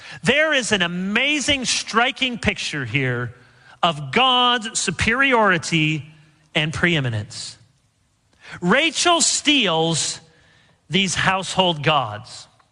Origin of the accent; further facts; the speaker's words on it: Michigan, United States; moved away; where I grew up in Michigan